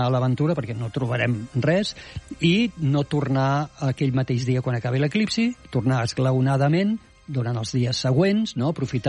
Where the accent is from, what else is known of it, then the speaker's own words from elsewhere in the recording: Tarragona, Catalonia, Spain; born there; Mira, jo soc nascut a Tarragona i sé el que es menja allà i a les Terres de l'Ebre, la meva mare va néixer a Falset.